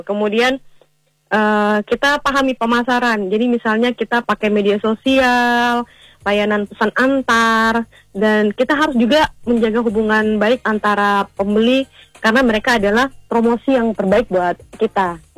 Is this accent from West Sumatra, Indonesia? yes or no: no; Merauke, South Papua, Indonesia; kita kan orang Merauke